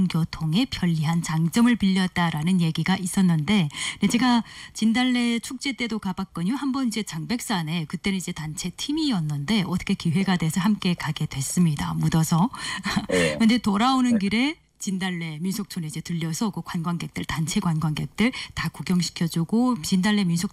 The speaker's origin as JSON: {"language": "Korean", "area": "Yanbian", "region": "Jilin", "country": "China", "said": "저는 사실은 연변 사람이니까"}